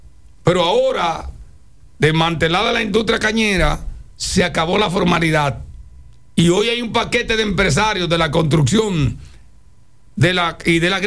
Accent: Dominican Republic

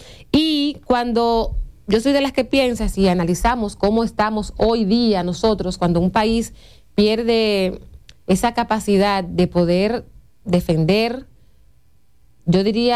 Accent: Dominican Republic; qué estamos haciendo nosotros como dominicanos, como ciudadanos

